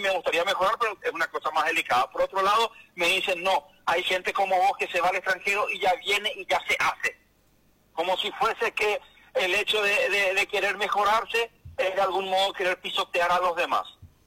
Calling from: Paraguay; que tenemos que ir combatiendo los paraguayos.

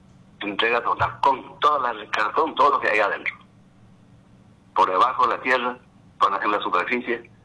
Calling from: Paraguay; a mí lo que más me duele como paraguayo

